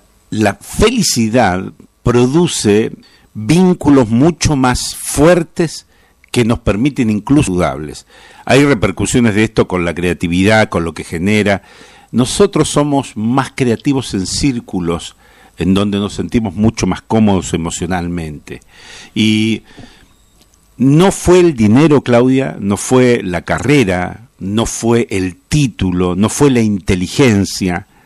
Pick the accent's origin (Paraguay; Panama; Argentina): Argentina; nos pasa algo como argentinos y como latinos, es que tenemos las emociones más a flor de piel.